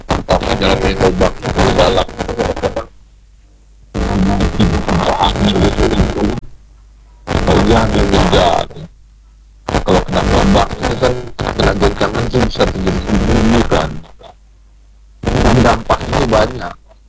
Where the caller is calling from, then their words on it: Riau Islands, Indonesia; di Sungai Jang, katakanlah di daerah saya